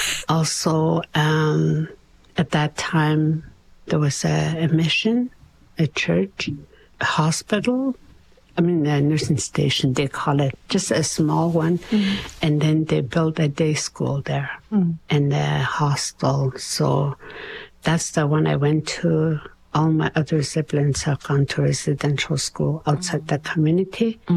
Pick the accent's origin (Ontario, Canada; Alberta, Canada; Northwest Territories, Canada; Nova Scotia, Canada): Northwest Territories, Canada; Délı̨nę; I'm from Delina, where the Great Bear Lake is beautiful, huge, huge lake. Growing up, there was hardly any technology, no cell phone, no TV. Our community was very small.